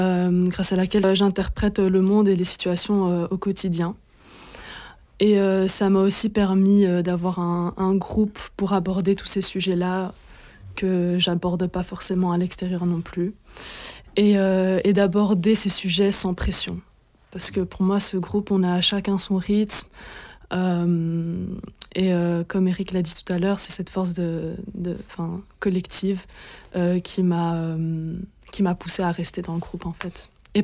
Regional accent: Belgium; born there

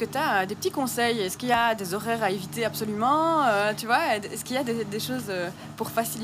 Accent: Belgium; nous en Belgique, enfin je viens de Belgique

